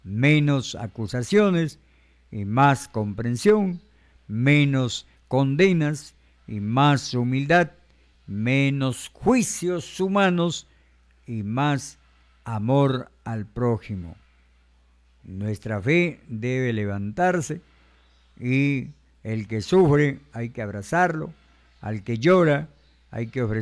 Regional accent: Reque, Lambayeque, Peru; en mi pueblo, en Reque

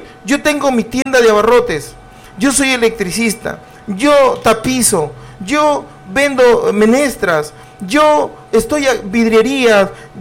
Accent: Túcume, Lambayeque, Peru; Yo soy del caserío La Pintada

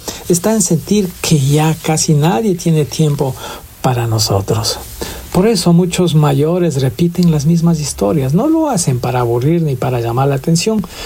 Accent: Ecuador

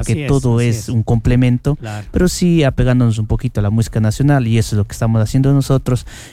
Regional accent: Ecuador; nos ayuda a la identificación como ecuatorianos que somos.

